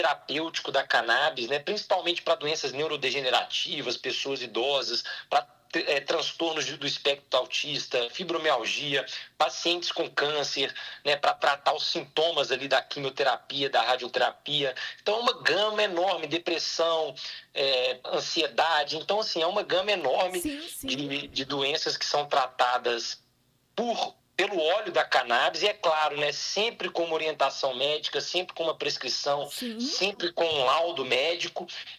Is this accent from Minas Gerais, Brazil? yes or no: yes; Belo Horizonte, Minas Gerais, Brazil; E eu nasci aqui em Belo Horizonte, no bairro Floresta, no qual eu morei grande parte da minha vida. Hoje eu moro ainda em Belo Horizonte, mas no bairro Cidade Nova.